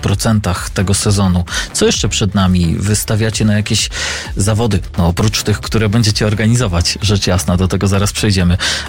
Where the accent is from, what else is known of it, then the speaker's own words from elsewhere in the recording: Kadzidło, Masovian Voivodeship, Poland; K2 kadzidło to kurpie, to tak tylko lekko sprostuję, bo to moje rodzinne strony.